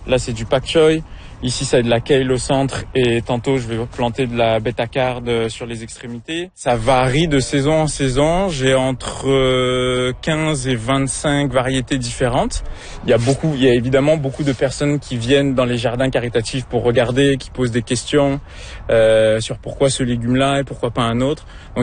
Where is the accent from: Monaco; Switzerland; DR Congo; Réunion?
Réunion; moved away as an adult; now in Quebec, Canada; J'ai grandi à l'île de la Réunion, puis ça fait 15 ans maintenant que je suis au Québec. J'ai toujours grandi à un endroit où il y avait des jardins.